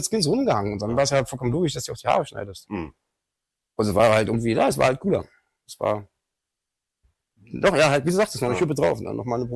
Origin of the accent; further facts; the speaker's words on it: Berlin, Germany; also born or lived in Schöneberg, Berlin; geboren in Schöneberg, groß geworden in Kreuzberg.